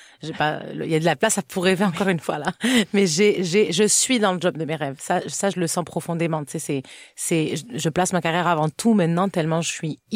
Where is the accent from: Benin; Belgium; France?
France; now in Canada; ça m'arrive très souvent de recevoir des messages qui viennent déjà me critiquer parce que je suis française. Donc tu sais, il y a quelque chose, je suis une française qui parle du Québec à la télé